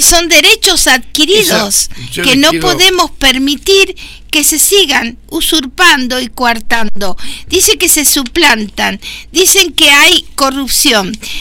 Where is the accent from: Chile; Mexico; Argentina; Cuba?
Argentina; Republicano y federal. Somos argentinos. A eso se refiere cuando decimos República Argentina, con un gobierno democrático y federal, porque abarca desde el norte al sur, desde el este al oeste